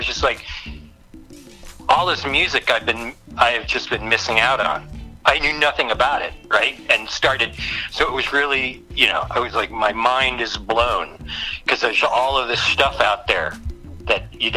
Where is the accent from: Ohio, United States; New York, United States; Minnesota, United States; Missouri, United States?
Ohio, United States; moved away as an adult; I grew up in Ohio